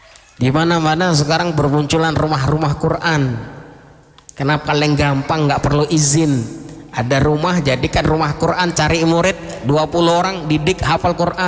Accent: Aceh, Indonesia; Karena kebetulan saya orang Aceh, paham persis konun yang ada di sana.

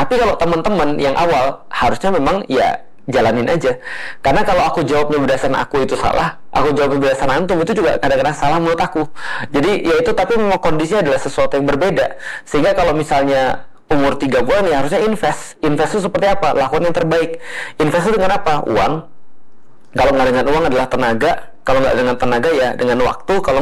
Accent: Sumatra, Indonesia; Aku orang Sumatera.

